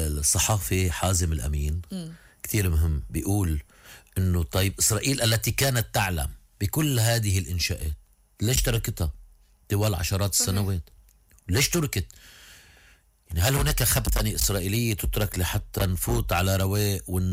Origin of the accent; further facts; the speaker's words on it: Lebanon; حدا منا كلبنانيين؟